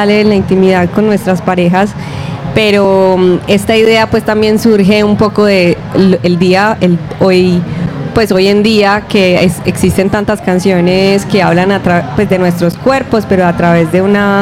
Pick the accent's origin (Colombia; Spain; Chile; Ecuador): Colombia; Itagüí, Antioquia; Soy de Itagüí, sí.